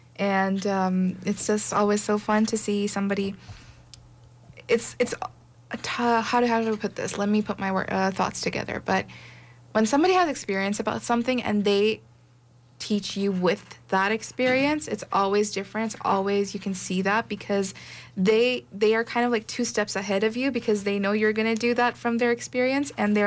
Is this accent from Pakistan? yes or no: yes; Pakistan; she enrolled us in a gym back home. So I'm from Pakistan, and she enrolled us.